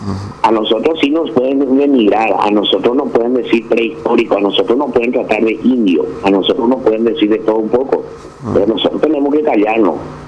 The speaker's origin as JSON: {"language": "Spanish", "country": "Paraguay"}